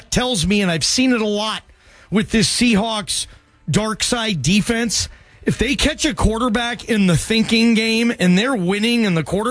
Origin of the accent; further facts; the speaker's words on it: Seattle, Washington, United States; now in Mountain time zone, United States; That's almost the same as like when I grew up, Seattle, Pacific time zone.